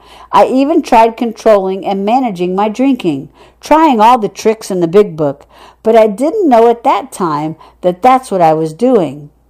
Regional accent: Iceland; My hometown, Iceland, had a handful of mee

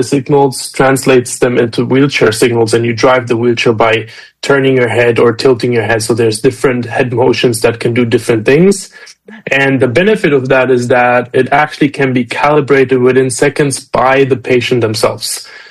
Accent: Germany; English is a second language; also born or lived in Romania; I am originally from Romania, was born in Romania, but grew up in Germany. So we moved to Germany when I was around 6-7 years old, and just did my high school there

